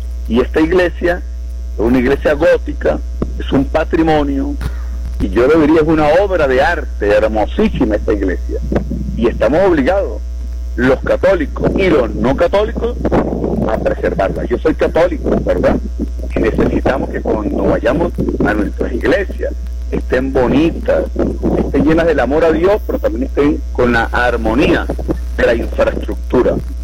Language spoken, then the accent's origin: Spanish; Táchira, Venezuela; lo que sabemos hacer los tachirenses